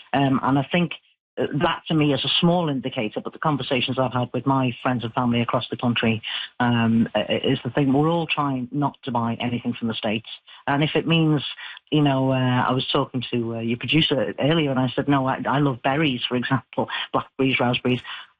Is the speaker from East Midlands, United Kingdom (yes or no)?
no; Liverpool, North West England, United Kingdom; born there; I was born in Liverpool to a Canadian dad from Owen Sound and a Liverpool mum.